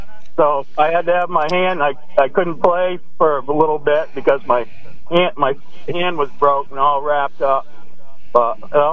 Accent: West Lebanon, United States; born there; I went to school in West Lebanon.

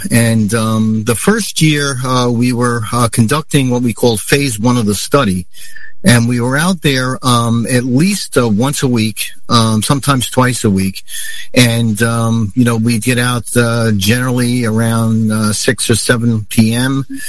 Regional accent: New York, United States; We're both from Long Island. I'm in Holbrook area.

